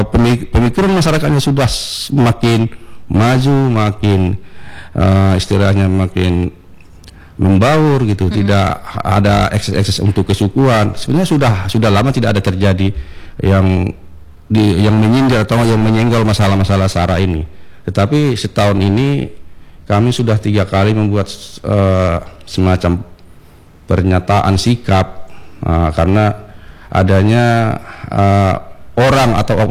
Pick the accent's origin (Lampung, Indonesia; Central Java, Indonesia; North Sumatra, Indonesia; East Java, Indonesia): North Sumatra, Indonesia; Medan; moved away; saya betul-betul saya orang Medan, Sumatera Utara yang ke sana itu.